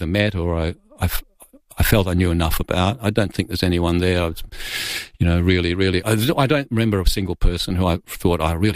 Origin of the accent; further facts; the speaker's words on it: England, United Kingdom; born there; Yeah, because I was born in England. I didn't have a British passport.